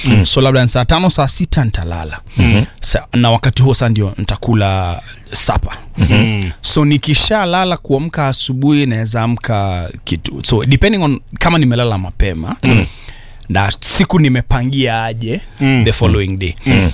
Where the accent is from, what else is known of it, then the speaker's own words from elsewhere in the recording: Isiolo, Isiolo County, Kenya; moved away; also born or lived in Nairobi; Na huko ndiko nimelelewa sana utotoni. Kwa hivyo hadi nimalize standard 8, class 8 ya primary school nimeishi Isiolo.